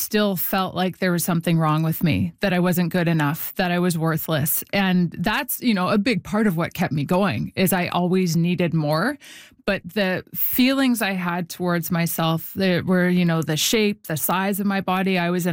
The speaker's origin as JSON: {"language": "English", "town": "Winnipeg", "region": "Manitoba", "country": "Canada", "tie": "born or raised there", "said": "It was community sport growing up in Winnipeg, playing ringette, playing soccer, playing all the games that my fr"}